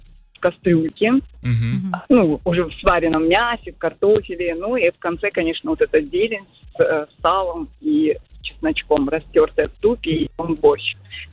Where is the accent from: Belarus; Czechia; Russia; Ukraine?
Ukraine; Donbas; родом я с Донбасса